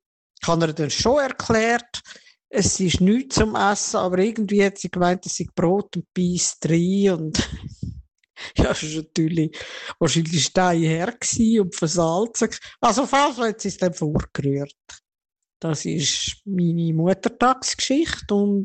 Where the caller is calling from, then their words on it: St. Gallen, Switzerland; von St. Gallen.